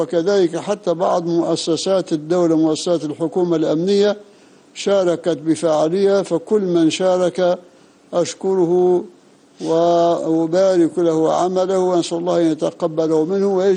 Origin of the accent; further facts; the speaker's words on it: Libya; المدارس عندنا في ليبيا